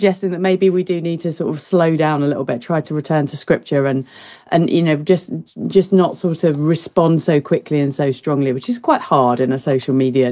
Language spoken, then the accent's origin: English; London, United Kingdom; moved away as an adult; now in Cornwall, United Kingdom; Yeah, I mean, you know, moving from the capital to Cornwall definitely does give you